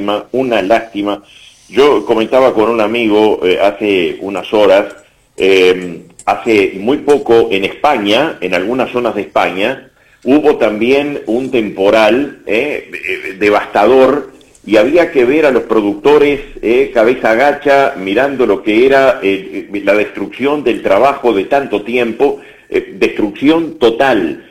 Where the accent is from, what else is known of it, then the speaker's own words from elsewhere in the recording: Fray Bentos, Río Negro, Uruguay; en Fraiventos, en mi pueblo, en mi ciudad